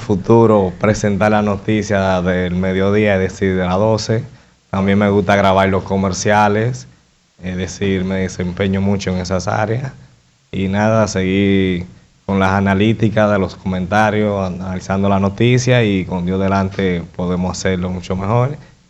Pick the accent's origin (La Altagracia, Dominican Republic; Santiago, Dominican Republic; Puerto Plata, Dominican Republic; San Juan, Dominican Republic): Puerto Plata, Dominican Republic; Sosúa; Soy de Sosúa. Ah, decir